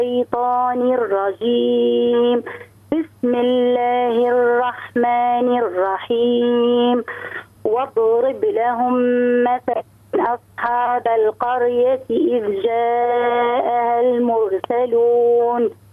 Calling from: Tunisia

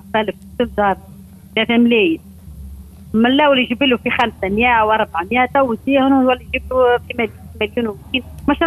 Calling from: Nabeul, Nabeul Governorate, Tunisia

